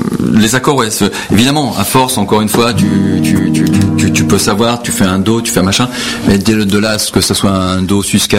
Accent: Portugal; moi je suis portugais

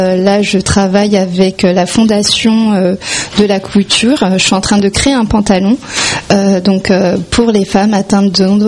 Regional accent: Paris, Île-de-France, France; born there; je suis née à Paris. Et c'est mes parents qui viennent de l'île Maurice.

